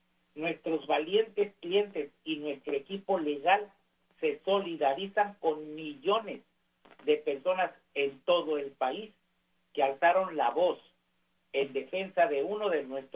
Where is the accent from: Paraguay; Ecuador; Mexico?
Mexico; now in United States; Esta ley iba dedicada a los que somos mexicanos, descendientes de mexicanos, que nacen aquí